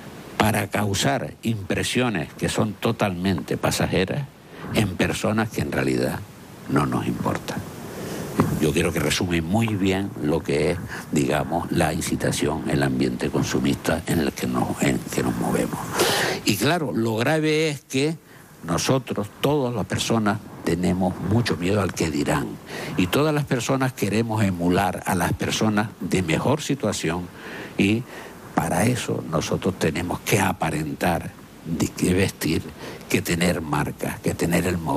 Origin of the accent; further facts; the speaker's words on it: Canary Islands, Spain; los canarios somos de 17 comunidades, los primeros en consumo de mantequilla